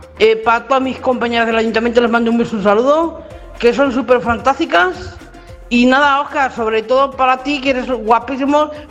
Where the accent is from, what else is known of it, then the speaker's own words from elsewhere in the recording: Miguel Esteban, Castilla-La Mancha, Spain; Y otro para mí, que … de Miguel Esteban.